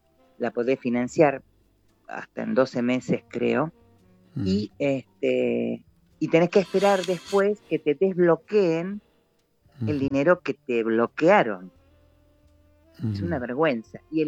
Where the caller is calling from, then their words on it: Buenos Aires Province, Argentina; lo que está pasando acá en provincia